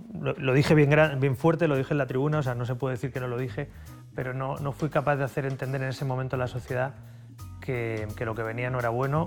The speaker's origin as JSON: {"language": "Spanish", "town": "Barcelona", "region": "Catalonia", "country": "Spain"}